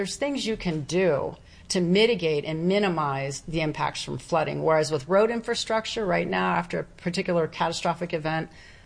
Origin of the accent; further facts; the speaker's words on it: Florida, United States; Growing up in South Florida